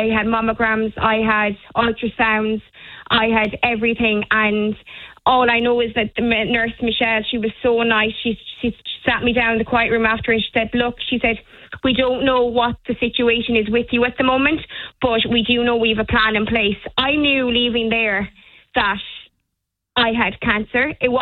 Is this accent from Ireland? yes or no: yes; Castletroy, Munster, Ireland; I suppose I'm from Castletroy myself